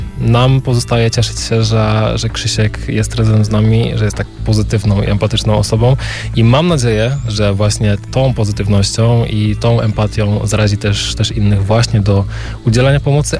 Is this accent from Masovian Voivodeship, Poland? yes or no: no; Poznań, Greater Poland Voivodeship, Poland; jako poznaniacy, jako mieszkańcy Poznania